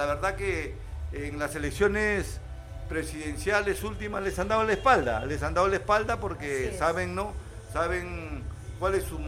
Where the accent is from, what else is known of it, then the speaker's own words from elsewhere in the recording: Jayanca, Lambayeque, Peru; conozco muy de cerca la problemática de mi tierra